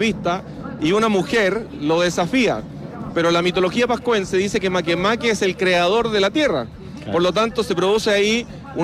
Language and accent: Spanish; Santiago, Santiago Metropolitan Region, Chile; nosotros somos de Santiago, pero con raíces parralinas